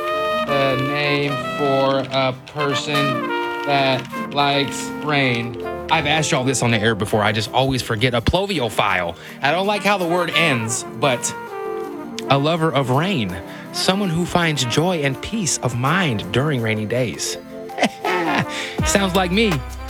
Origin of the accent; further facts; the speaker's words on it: Seattle, Washington, United States; Just because I'm from Seattle don't mean I want to get wet.